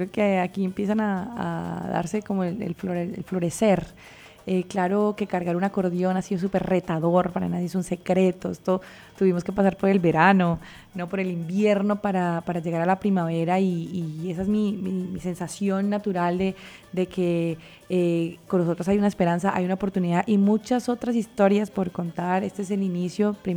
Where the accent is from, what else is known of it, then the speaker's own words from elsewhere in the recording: Santander, Colombia; moved away; Aquí como buena santandereana, les traigo noticias bonitas